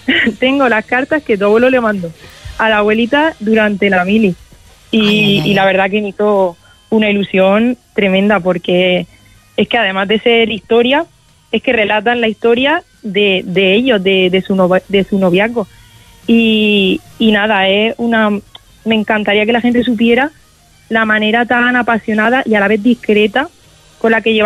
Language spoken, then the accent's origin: Spanish; Region of Murcia, Spain; Nosotros somos de un pueblo de 1,000 habitantes. Entonces la mili fue la primera salida en la que mi abuelo salió del pueblo y llegó a la ciudad de Murcia, porque nosotros somos de Murcia.